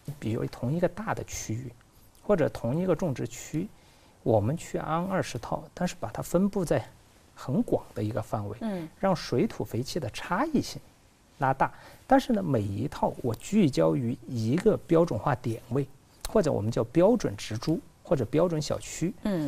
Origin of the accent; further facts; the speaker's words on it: southern China, China; moved away; 在我们老家南方种玉米